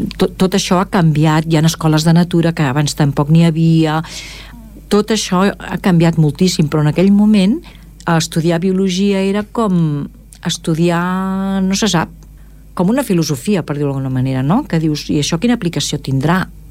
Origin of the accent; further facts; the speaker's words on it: Esplugues de Llobregat, Catalonia, Spain; born there; first language Catalan; ens anàvem a córrer pels camps i tot eren camps, no? Tot, i just al voltant de la Plana, per anant cap al barri de Sant Feliu, per allà on hi ha el metro ara de Boixeres, tot allò, doncs, a veure, eren descampats